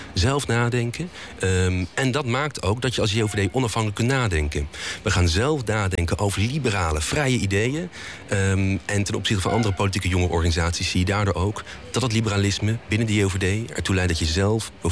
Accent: Heino, Overijssel, Netherlands; Ik kom uit Heino, heel mooi, klein dorp bij Zwolle.

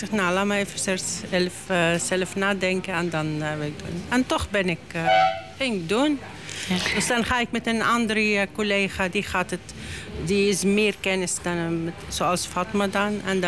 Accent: Lebanon; Dutch is a second language; now in Netherlands; Ja, kijk, ik was ook iemand die kom hier van een andere wereld. Ik kom zelf uit Libanon. Ben ik hier terecht. Ik kom in een andere wereld.

